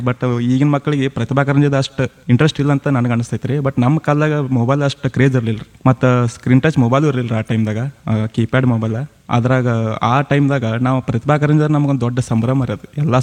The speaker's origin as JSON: {"language": "Kannada", "town": "Bhutramatti", "region": "Karnataka", "country": "India", "tie": "born or raised there", "said": "ನಾನು ಹುಟ್ಟಿದ್ದು ಬುತ್ರಾಮಟ್ಟಿ ಅಲ್ರಿ, ಇಲ್ಲಿ ಸಿಟಿಯಿಂದ 16 ಕಿಲೋಮೀಟರ್ ಐತ್ರಿ ಬುತ್ರಾಮಟ್ಟಿ. ರಾಣಿ ಚೆನ್ನಮ್ಮ ಯೂನಿವರ್ಸಿಟಿ ಪಕ್ಕದಲ್ಲಿರೋ ಅವ್ರು ಬುತ್ರಾಮಟ್ಟಿ. ಅಲ್ಲೇ ಊರಲ್ಲೇ ಸರ್ಕಾರಿ ಸ್ಕೂಲಾಗ ಕಲಿತೆ ರೀ"}